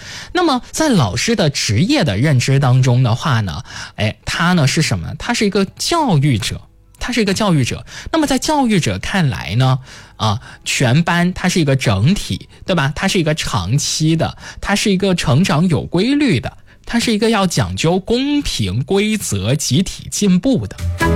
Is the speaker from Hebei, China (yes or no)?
no; Guangdong, China; 有点像我们广东话讲的鸡同鸭讲